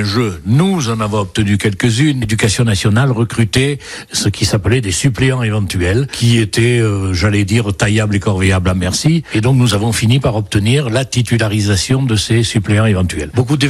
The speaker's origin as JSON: {"language": "French", "town": "Brive-la-Gaillarde", "region": "Nouvelle-Aquitaine", "country": "France", "tie": "born there", "also_born_or_lived": "Montignac", "said": "Je suis né exactement à Brive-la-Gaillarde. Mon père était instituteur rural dans le Terrassonnet. Ma mère était la fille du boulanger de la Dornac. Je n'ai jamais quitté Montignac."}